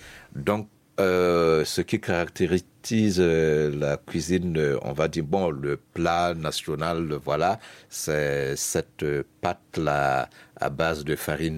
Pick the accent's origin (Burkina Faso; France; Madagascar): Burkina Faso; Zorgho, Plateau-Central; Chez moi, à Zorgho, on ne mange pas ceci. Je donne un exemple simple. Moi, je suis de Zorgho